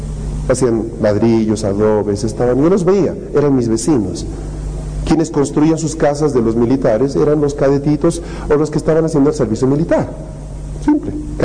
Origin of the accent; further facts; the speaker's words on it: La Paz, Bolivia; Yo crecí en una zona en Bolonia donde yo veía a los conscriptos cómo hacían el servicio militar. Bolonia era conocido por ser una zona militar. De hecho, vivieron presidentes de Bolivia en Bolonia.